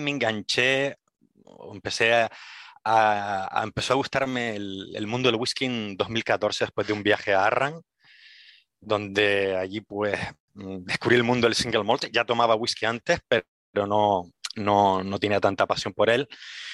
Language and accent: Spanish; Las Palmas de Gran Canaria, Canary Islands, Spain; moved away as an adult; now in Edinburgh, United Kingdom; Pues soy de Gran Canaria, de Las Palmas de Gran Canaria